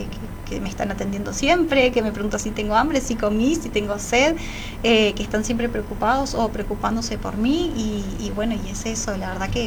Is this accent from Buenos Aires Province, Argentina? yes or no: no; Leandro N. Alem, Misiones, Argentina; Nací y vivo actualmente en Leandro en Alem, Misiones, a muy cerquitos kilómetros de acá, de la ciudad de Oberá. Tengo 25 años